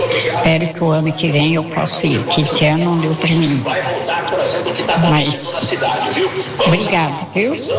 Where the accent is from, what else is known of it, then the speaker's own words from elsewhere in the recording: Santa Rita de Caldas, Minas Gerais, Brazil; moved away; Lá na minha terrinha, Santa Rita de Calda